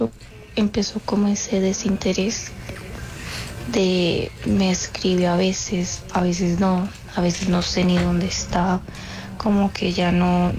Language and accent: Spanish; Valledupar, Cesar, Colombia; yo soy de Valledupar y yo lo conocí en una licorería, ¿sí?